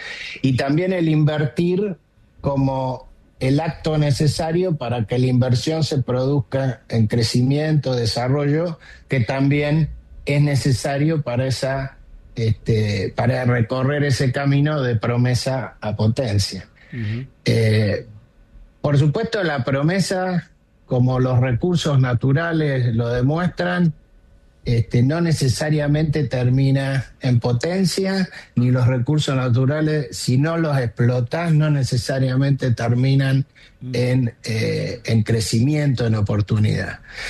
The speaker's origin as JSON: {"language": "Spanish", "country": "Argentina", "tie": "born or raised there", "said": "Nosotros somos empresarios que vivimos, nacimos y fuimos criados y vivimos en la Argentina, con nuestra familia en Argentina"}